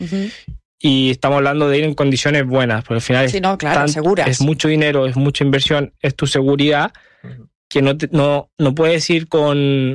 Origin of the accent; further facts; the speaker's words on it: Chile; now in Spain; soy chileno